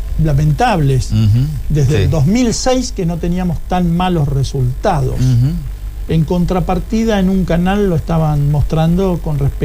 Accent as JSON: {"language": "Spanish", "country": "Argentina"}